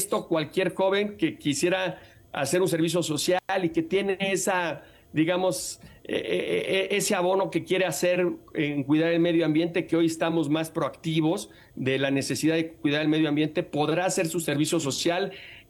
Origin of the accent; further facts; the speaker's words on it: Mexico; te hablo de la Ciudad de México, que es lo que más conozco